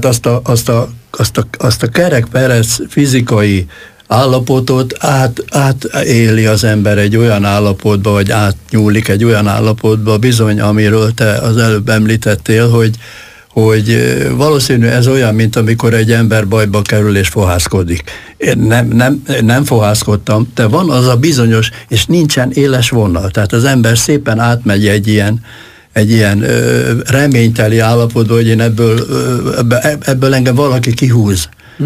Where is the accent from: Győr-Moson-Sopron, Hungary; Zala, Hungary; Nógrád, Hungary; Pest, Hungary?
Zala, Hungary; Igen, faluhelyen nevelkedtem, mert bennünket kiraktak annak idején az illetékesek. Hortobágyon már nem volt hely, úgyhogy Göcsejbe, egy kis zsákfaluba, erdő szélére, és ott a parasztemberek világában kerültem én nagyon közel az Istenhez